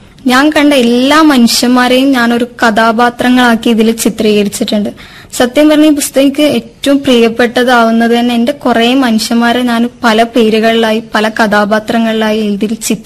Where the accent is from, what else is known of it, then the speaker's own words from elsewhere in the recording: Iritty, Kerala, India; എന്റെ വീട് ഇരിട്ടിയിലുള്ള പേരട്ട എന്ന് പറഞ്ഞ സ്ഥലത്തും. ഞാൻ പഠിച്ചത് +2 വരെ കുന്നോത്തായിരുന്നു.